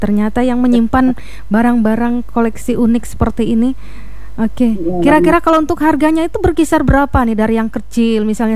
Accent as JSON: {"language": "Indonesian", "region": "Central Kalimantan", "country": "Indonesia", "said": "Syarat utamanya itu kalau untuk kita suku Dayak."}